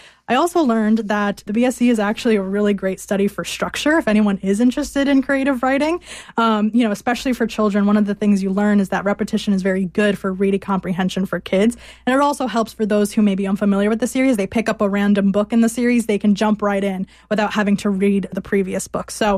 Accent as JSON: {"language": "English", "region": "Connecticut", "country": "United States", "tie": "born or raised there", "said": "as a Colombian growing up in Connecticut"}